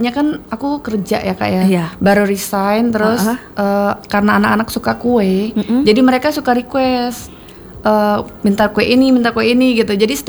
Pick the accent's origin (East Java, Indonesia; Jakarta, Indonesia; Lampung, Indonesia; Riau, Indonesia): Lampung, Indonesia; moved away as an adult; now in Palembang, Indonesia; ke Lampung, ke kota asal aku